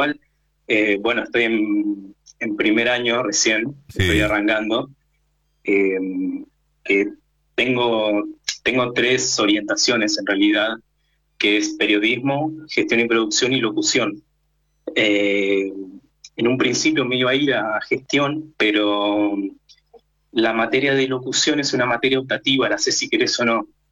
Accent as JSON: {"language": "Spanish", "town": "Chos Malal", "region": "Neuquén", "country": "Argentina", "tie": "born or raised there", "moved": "as an adult", "lives_now": "General Roca, Argentina", "said": "no soy oriundo de General Roca. Yo nací en el norte neuquino, en realidad. Y hace un año me vine acá a estudiar, como te comentaba, la licenciatura."}